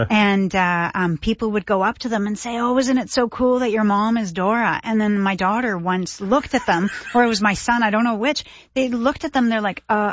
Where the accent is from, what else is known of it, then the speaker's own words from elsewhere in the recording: Toronto, Ontario, Canada; now in Ottawa, Canada; I mean, I grew up in Toronto.